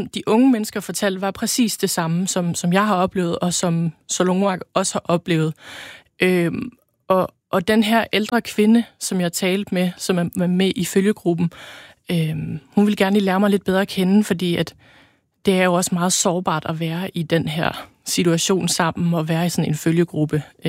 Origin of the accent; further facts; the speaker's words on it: Greenland; Det er jo ligesom det, der afslører, at jeg er fra Grønland. Så fik jeg sådan en selvforståelse af, at det var rigtig dårligt, og der kom de her grønlandske jokes og random facts om, hvor dårlige statistikker vi har i Grønland